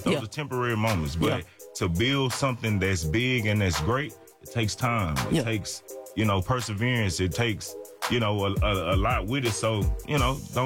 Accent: Louisiana, United States; I'm actually from Louisiana, so, you know, I kind of brought my little Louisiana vibe to it as well.

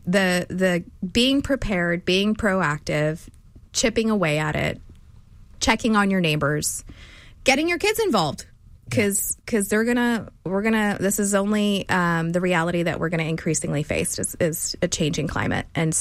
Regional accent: Houston, Texas, United States; I was born and raised in Houston. I love Houston.

